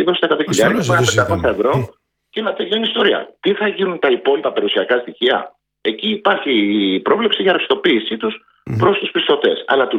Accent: Kardamyli, Peloponnese, Greece

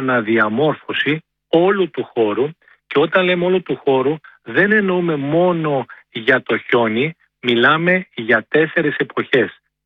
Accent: Avdella, Western Macedonia, Greece; η καταγωγή μου είναι από την Αυδέλα

